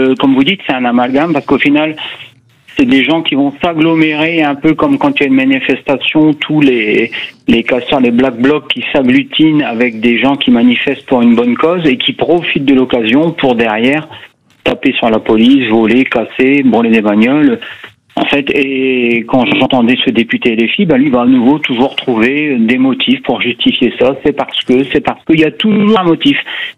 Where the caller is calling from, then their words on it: Hauts-de-France, France; par chez nous, dans le Pas-de-Calais